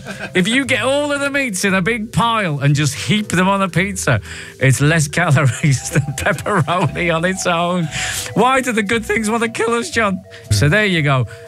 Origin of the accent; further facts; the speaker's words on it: Liverpool, North West England, United Kingdom; 36. I'm 49. Growing up in Liverpool in the 80s, it just wasn't something we did.